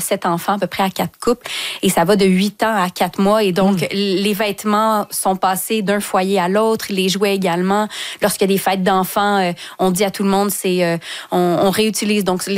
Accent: Saint-Hyacinthe, Quebec, Canada

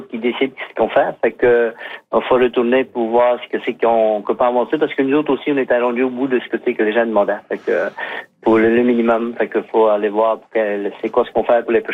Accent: Magdalen Islands, Quebec, Canada; Aussi, nous autres, on sait qu'on est de la Madeleine, on est insulaire

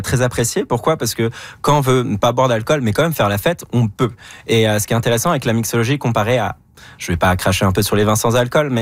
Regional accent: France

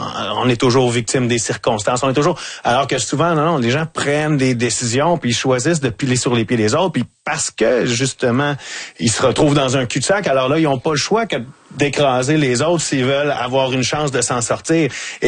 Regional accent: Lavaltrie, Quebec, Canada; now in Montreal, Canada; je viens de la Valtrie, dans la région, okay, de la Naudière. Mm-hmm. Puis quand je suis arrivé à Montréal, c'était ma porte d'entrée vers Montréal.

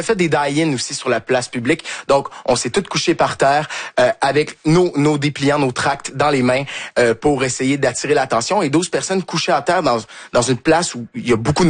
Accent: Quebec, Canada; now in France; du fait qu'on est québécois aussi, ça aide, on est dans le sud de la France, c'est un accent qu'ils sont pas habitués d'entendre

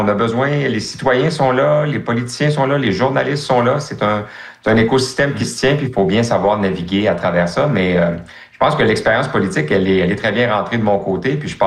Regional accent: Quebec, Canada; Moi, je suis un fier francophone, je suis un fier québécois. Je veux qu'on protège notre culture, notre identité, notre langue.

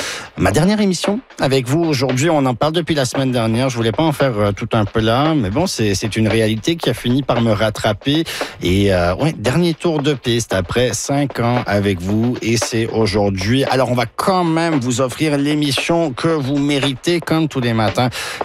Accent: Toronto, Ontario, Canada; born there; moi j'ai grandi à Toronto, je suis là depuis 96

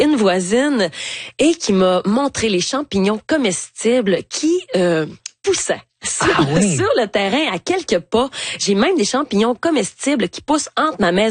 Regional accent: Dolbeau-Mistassini, Quebec, Canada; Exactement, que je suis retournée vivre dans ma ville natale d'Olbeau-Mistassini.

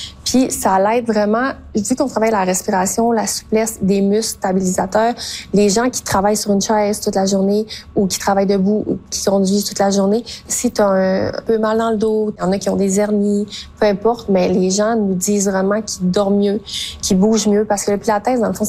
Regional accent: Saguenay, Quebec, Canada; Puis moi, je viens du Saguenay. J'étais à Québec.

